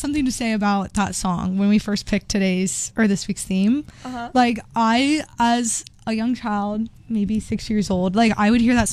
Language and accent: English; Sacramento, California, United States; I'm from Sacramento, so it was, like, a bit of a change.